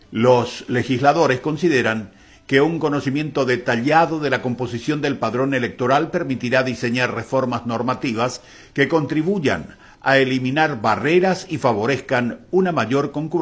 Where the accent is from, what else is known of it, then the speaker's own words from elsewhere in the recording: Paraguay; de la que debemos sentirnos verdaderamente orgullosos como paraguayos